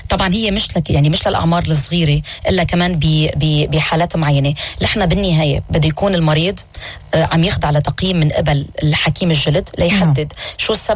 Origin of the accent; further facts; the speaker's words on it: Lebanon; أكتر من الشمس عندنا ببلادنا